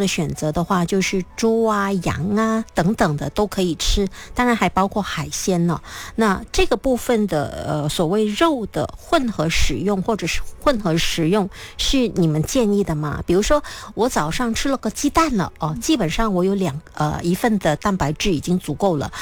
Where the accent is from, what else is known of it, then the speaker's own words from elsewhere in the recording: Guangdong, China; 像我们广东人就熬很多很多好料的汤哦